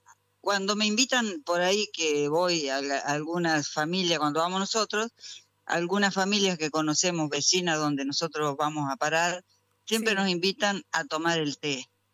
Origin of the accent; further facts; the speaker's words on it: Argentina; nosotros los argentinos